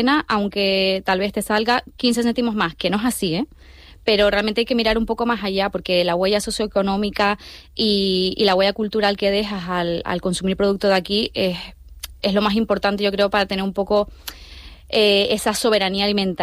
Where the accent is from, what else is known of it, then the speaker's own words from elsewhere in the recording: La Palma, Canary Islands, Spain; la isla de La Palma, que es de donde yo soy, pues es uno de los motores económicos principales. Entonces, también es verdad que yo vengo de una familia en la que siempre se ha trabajado el campo